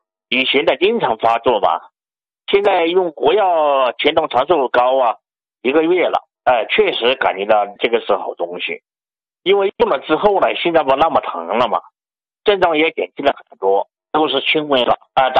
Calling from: Yibin, Sichuan, China; 我是四川宜宾的。

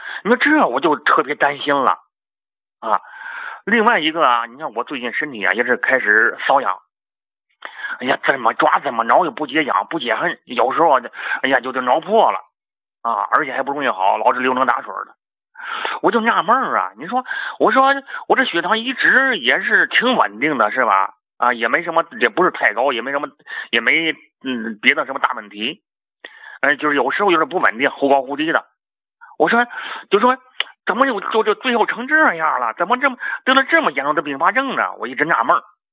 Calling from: Shijiazhuang, Hebei, China; 我是河北石家庄的啊，一个新患者，新朋友啊。

